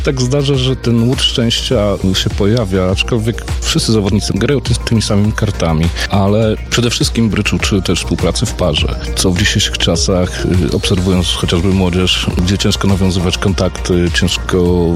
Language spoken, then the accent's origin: Polish; Włodawa, Lublin Voivodeship, Poland; Ja sam pochodzę z Włodawy.